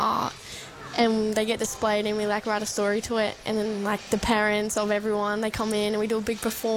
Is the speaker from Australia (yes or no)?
yes; Western Australia, Australia